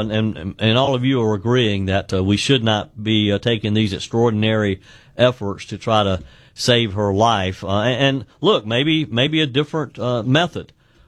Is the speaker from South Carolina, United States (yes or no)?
yes; South Carolina, United States; Let's go to Tommy, who is in my home state of South Carolina.